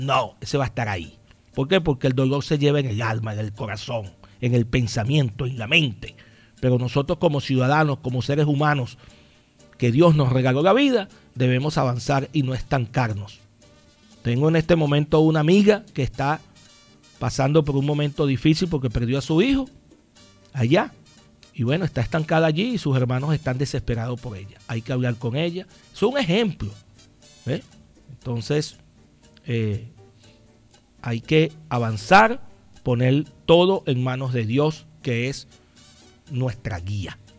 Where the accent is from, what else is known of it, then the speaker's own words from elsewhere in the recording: Venezuela; recomponernos como venezolanos